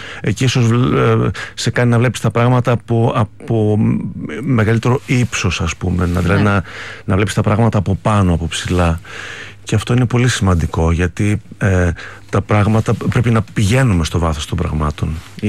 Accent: Greece; moved away as an adult; now in Paris, France; Είμαι Έλληνας. Ναι, είμαι Έλληνας. Είμαι ο Έλληνας.

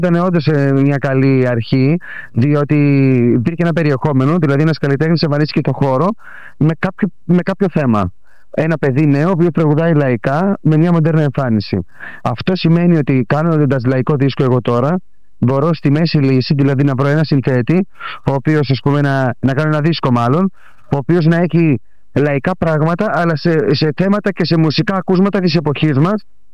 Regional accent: Piraeus, Attica, Greece; born there; Γεννήθηκα στην Πειραιά, η καταγωγή μου είναι από την Κρήτη.

